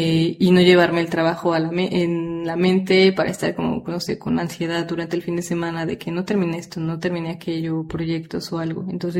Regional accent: Mexico; now in Denmark; Como mantener como también México dentro de mí, ¿no? O sea, como las raíces, la música, el baile, el vestuario, todo.

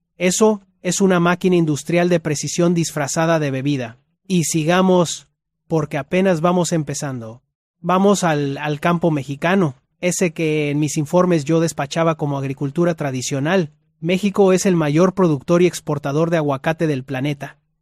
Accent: Netherlands; Yo, que soy holandés

